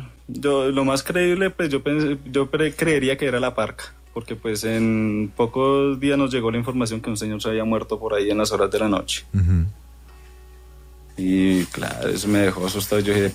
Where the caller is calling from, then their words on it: Bogotá, Bogotá D.C., Colombia; De Bogotá.